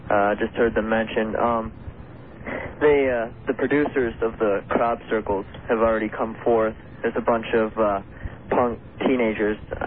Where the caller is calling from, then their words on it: Columbia, Missouri, United States; Yes, I'm calling from Columbia, Missouri. I'm a 16-year-old science student here